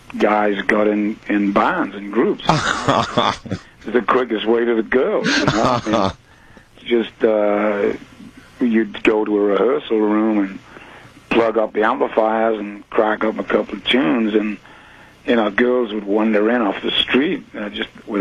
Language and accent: English; Newcastle, North East England, United Kingdom; It was a conglomeration of several bands that were in playing in my hometown, Newcastle.